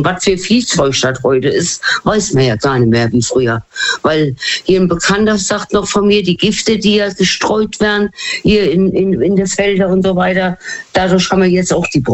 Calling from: Rhineland-Palatinate, Germany; aus dem Westerwald.

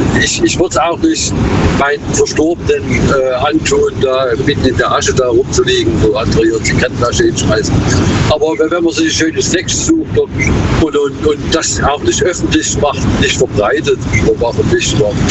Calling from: Fellbach, Baden-Württemberg, Germany; Hier, Fellbach.

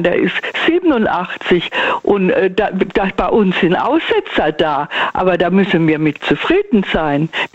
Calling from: Ludwigshafen am Rhein, Rhineland-Palatinate, Germany; Hallo, ich komme aus Ludwigshafen am Rhein.

